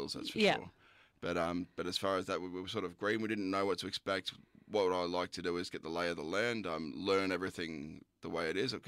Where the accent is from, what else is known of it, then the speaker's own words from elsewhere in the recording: Gippsland, Victoria, Australia; moved away as an adult; also born or lived in Melbourne; it's a very warm and welcoming place, I think. We moved to the area about 7 years ago. I was from Gippsland originally, moved to Melbourne a bit.